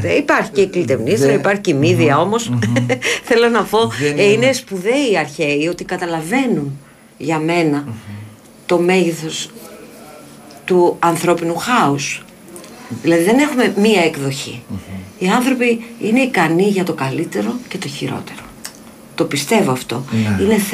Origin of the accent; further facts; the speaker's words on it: Kefalonia, Ionian Islands, Greece; moved away; εμείς που είμαστε και από την Κεφαλονιά